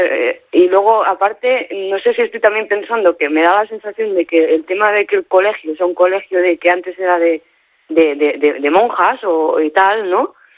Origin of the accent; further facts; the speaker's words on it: Barcelona, Catalonia, Spain; a ver, yo soy de Barcelona, ¿me entiendes? Y también he ido a colegios de pago